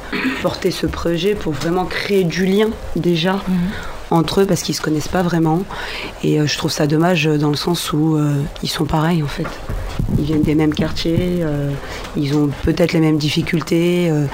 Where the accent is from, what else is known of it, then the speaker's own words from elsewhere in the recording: Beaumont-sur-Oise, Île-de-France, France; je suis originaire de Beaumont.